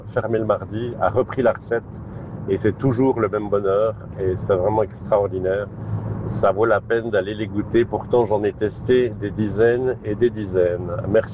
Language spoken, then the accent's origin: French; Peseux, Neuchâtel, Switzerland; now in Payerne, Switzerland; Quand j'étais enfant à Peseux